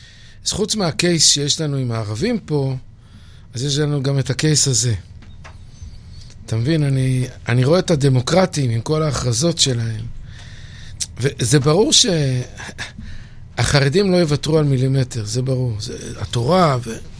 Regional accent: Bnei Brak, Tel Aviv District, Israel; אני הרי גדלתי בבני ברק

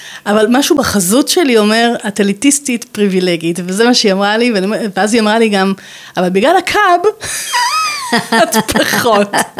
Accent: Hadera, Haifa District, Israel; אני באתי מחדרה. זו עיר קטנה, מאוד, מאוד לא מפותחת. קטנה, נחמדה, באמת, באתי מבית צנוע מאוד.

